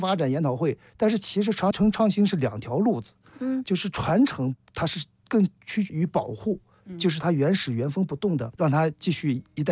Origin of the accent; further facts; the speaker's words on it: Yulin, Shaanxi, China; 毕竟是榆林土生土长的音乐人